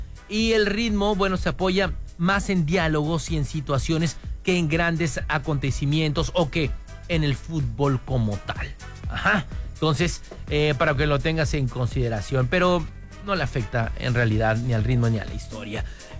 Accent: Mexico; si de algo somos expertos los mexicanos

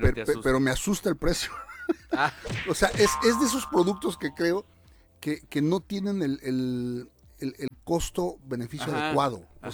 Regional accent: Mexico; no vinieron más que a dividirnos como mexicanos

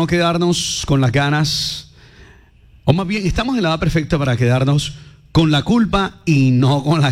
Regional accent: Caribbean Region, Colombia; seamos costeños, vacilemos nuestra jerga

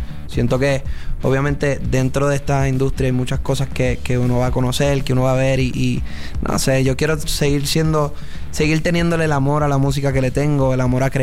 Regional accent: Puerto Rico; Yo vengo de Puerto Rico.

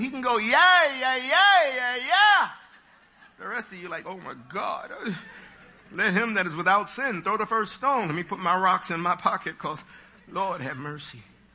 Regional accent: United States; born there; You all know that I'm a Jamaican. Of Jamaican DNA, but American born.

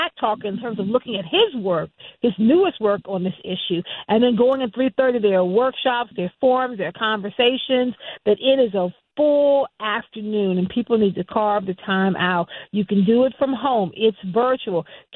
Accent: South Carolina, United States; I can because I grew up there, you know, at the home of, you know, Black Baptist Southerners. So I'm from South Carolina

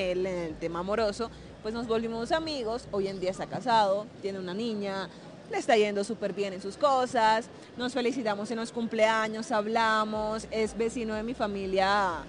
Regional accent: Caribbean coast, Colombia; Yo soy costeña

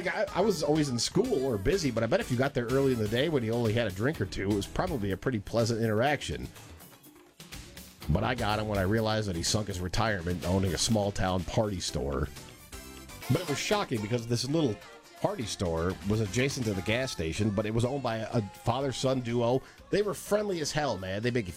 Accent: Michigan, United States; Growing up in Michigan, every can is 10 cents

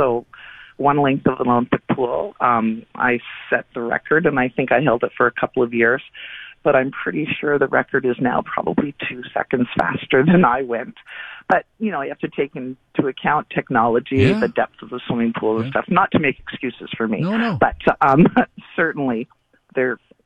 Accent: Pointe-Claire, Quebec, Canada; I was very, very, very pleased to be able to compete in my hometown. Mm-hmm. And to know that I had the support of Pointe Claire, my family, my community

